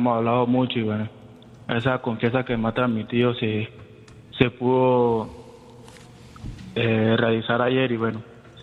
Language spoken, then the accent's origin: Spanish; Apartadó, Antioquia, Colombia; Yo soy de Apartado, Antioquia.